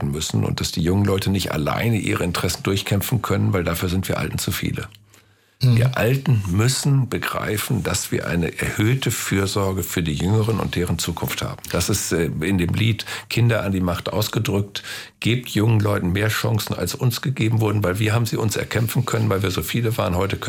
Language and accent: German; Osnabrück, Lower Saxony, Germany; Und das ist meine Heimatstadt, das bleibt meine Heimatstadt. Jetzt lebe ich ja bei Hannover, aber bin oft in Osnabrück.